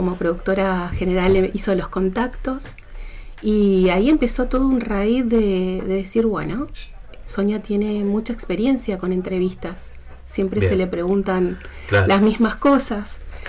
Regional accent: Río Gallegos, Santa Cruz, Argentina; como personas nacidas y criadas en Río Gallegos

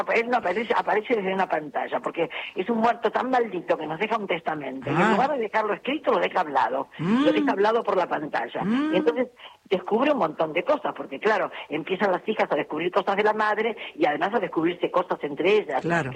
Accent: Quilmes, Buenos Aires Province, Argentina; el otro es Quilmes, que es mi tierra

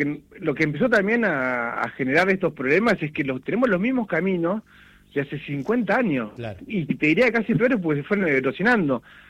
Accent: Junín, Buenos Aires Province, Argentina; yo por ejemplo, yo soy acá de Junín. Sí. Acá en Junín, dentro de todo, me ha pasado de cuando llueve, salís, pero vas a Pergamino y te quedás seguro.

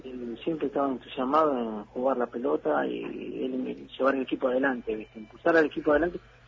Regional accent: Misiones, Argentina; now in San Martín, Argentina; soy argentino, de Misiones.

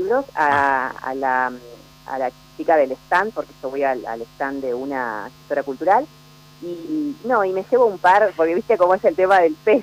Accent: Campo Grande, Misiones, Argentina; also born or lived in Chubut; yo prácticamente, si bien nací en Chubut, me crié en Campo Grande

